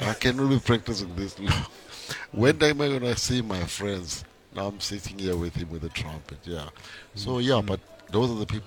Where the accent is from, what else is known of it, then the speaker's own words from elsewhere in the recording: Barberton, Mpumalanga, South Africa; also born or lived in Durban; I mean, when I was growing up in Barberton, I didn't play trumpet at all.